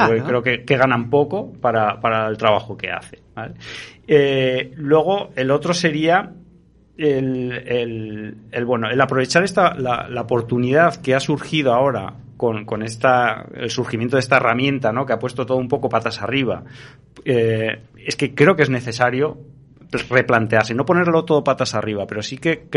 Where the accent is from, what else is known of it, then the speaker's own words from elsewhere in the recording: Basque Country, Spain; yo soy vasco.